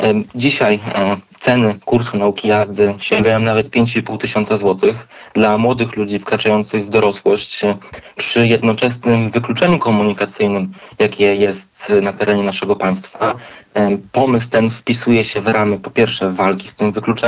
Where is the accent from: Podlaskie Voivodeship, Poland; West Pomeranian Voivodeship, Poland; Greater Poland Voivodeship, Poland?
West Pomeranian Voivodeship, Poland; Kołobrzeg County; Sam pochodzę z powiatu kołobrzeskiego.